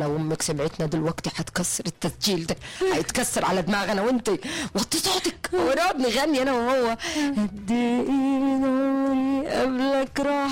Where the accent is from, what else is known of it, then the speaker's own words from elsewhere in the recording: Luxor, Luxor Governorate, Egypt; accent: Sa'idi; moved away as an adult; واحنا من الاقصر، فانا لما دخلت الجامعه زمايلي كانوا بيحاولوا يخلوني اتفك واتكلم زيهم لاني كنت بكان صعيدي.